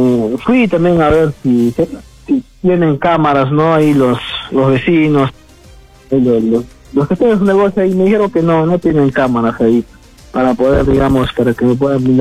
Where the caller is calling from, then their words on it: Chivay, Arequipa, Peru; mi abuela es de, somos de Chivay nosotros.